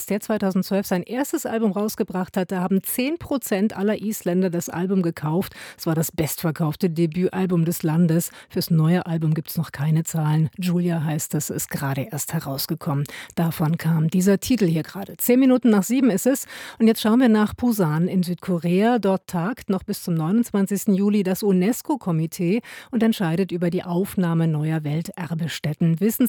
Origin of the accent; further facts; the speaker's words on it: Berlin, Germany; Ganz ehrlich, Papageiensiedlung haben wir in Zehlendorf nie gesagt. Der Begriff war mir persönlich neu. Ich bin sozusagen daneben groß geworden, habe viel Zeit als Kind in der Siedlung zugebracht